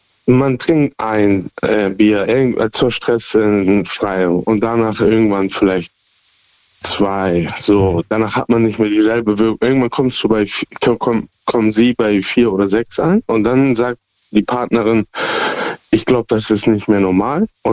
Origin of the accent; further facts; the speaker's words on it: Hamburg, Germany; Ich komme aus Hamburg.